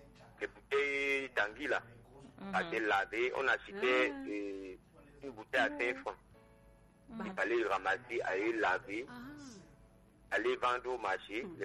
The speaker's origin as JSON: {"language": "French", "town": "Yaoundé", "region": "Centre", "country": "Cameroon", "tie": "born or raised there", "said": "Moi je suis né à Yaoundé, grandi à Yaoundé. Yaoundé à l'époque c'était un peu un petit village."}